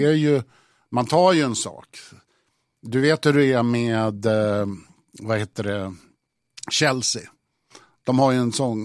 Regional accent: Farsta, Stockholm County, Sweden; alltså jag är ju ursprungligen från Farsta.

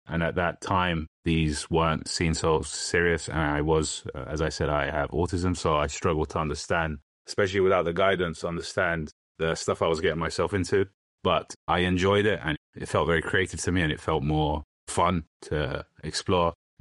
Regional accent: London, United Kingdom; I'm Turkish. I grew up in London.

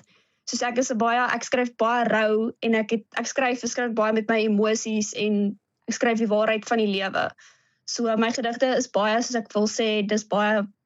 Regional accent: Middelburg, Eastern Cape, South Africa; also born or lived in Kimberley / Bloemfontein; now in Framesby, South Africa; Ag, ek was gebore in Kimberley. Toe bly ek vir baie lank in Middelburg Ooskaap. Toe was ek in hoërskool gewees in Sentraal Bloemfontein.

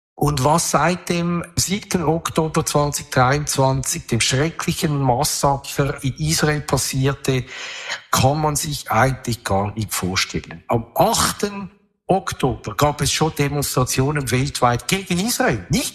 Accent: Zurich, Switzerland; Ich bin, wie gesagt, in Oerlikon aufgewachsen in der Blütezeit. Ich bin aufgewachsen und hatte keine Probleme mit Antisemitismus. In Oerlikon ist kein Ort, wo viele Juden leben, eigentlich überhaupt keine.

